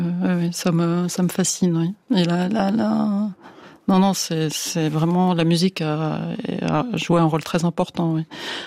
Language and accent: French; Bordeaux, Nouvelle-Aquitaine, France; born there; Moi, je suis née à Bordeaux, dans une magnifique ville, vraiment avec un ensemble 18e magnifique, qui était une belle endormie